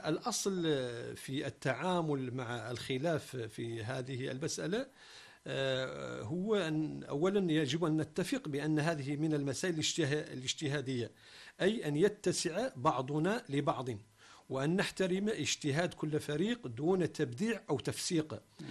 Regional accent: Morocco

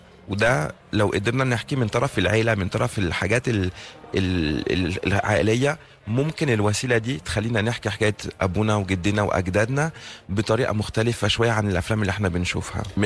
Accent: France; also born or lived in Egypt; أنا وأنا صغير لما كنت في فرنسا كنت بقول لا أنا مش فرنساوي أنا مصري، ولما كنت بروح مصر ما بقولش أنا مصري كنت بقول أنا فرنساوي

